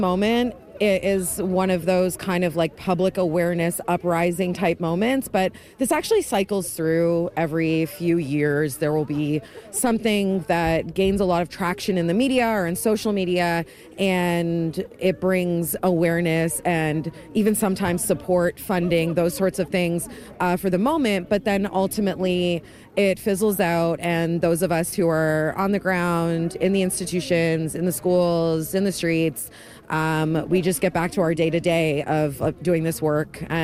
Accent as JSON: {"language": "English", "town": "Toronto", "region": "Ontario", "country": "Canada", "said": "I'm from Toronto, Treaty 13 territory"}